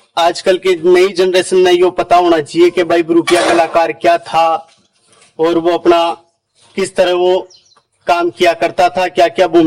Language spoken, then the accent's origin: Hindi; Jaipur district, Rajasthan, India; मैं जिला जयपुर राजस्थान से बिलोंग करता हूँ। जाति राजभाट ब्रुपिया कलाकार का स्वांग दिखाता हूँ।